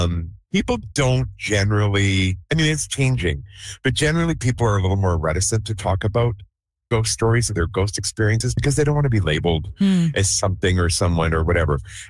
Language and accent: English; Alberta, Canada; I grew up in Alberta. I grew up in a very religious household.